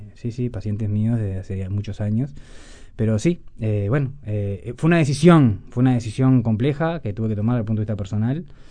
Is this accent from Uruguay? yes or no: yes; Salto, Uruguay; now in Costa de Oro, Canelones, Uruguay; Yo soy de Salto y ahora vivo en la costa canaria, por lo tanto considero que vivo afuera de Montevideo, si bien prácticamente 3-4 días por semana vengo a Montevideo.